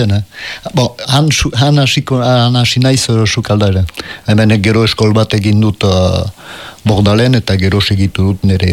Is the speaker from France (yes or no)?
yes; Itxassou, Nouvelle-Aquitaine, France; also born or lived in Quebec; Itxasutik heldu naiz